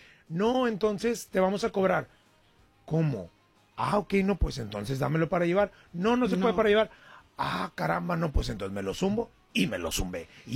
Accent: Nuevo León, Mexico; No, espérame, yo soy regio, bro.

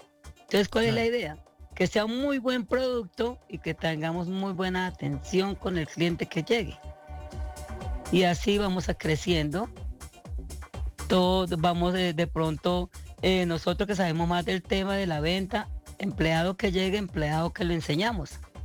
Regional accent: Chaparral, Tolima, Colombia

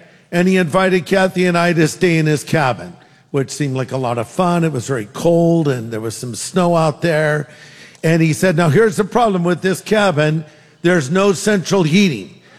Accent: California, United States; Well, listen, I'm from California, okay?

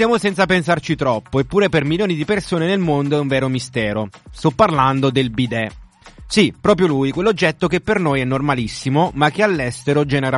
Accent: Naples, Campania, Italy; sono napoletano.

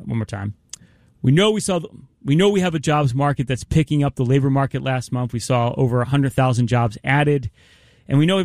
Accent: Philadelphia, Pennsylvania, United States; You know, I'm from Philadelphia. I got to keep it simple.

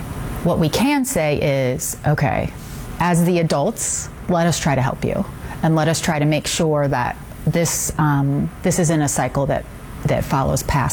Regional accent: Ohio, United States; now in Cincinnati, United States; And so I'm from Northwest Ohio, and that's where I was born and raised.

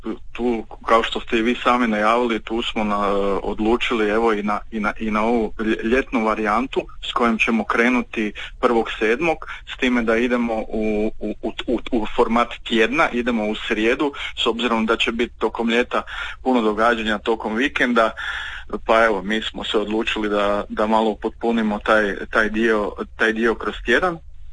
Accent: Zadar, Zadar County, Croatia; tu kod nas u Zadru

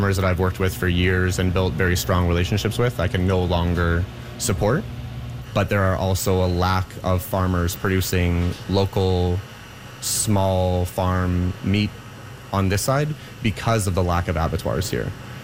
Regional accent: Canada; Part of our ethos being Canadian, sustainable, local as much as possible does involve with being in Ottawa, in Gatineau, in a northern part of the country, we have to preserve for wintertime.

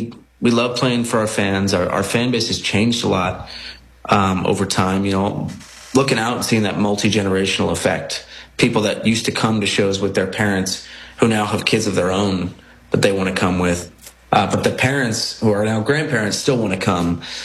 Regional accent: New Jersey, United States; Well, as I mentioned, we grew up in Jersey and, you know, been lifelong Giants fans.

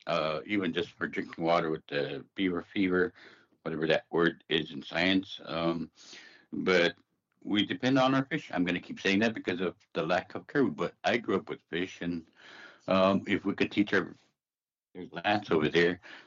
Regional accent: Alaska, United States; as a kid growing up, I grew up hunting beaver on the Selwick River, Selwick Delta, lakes, ponds.

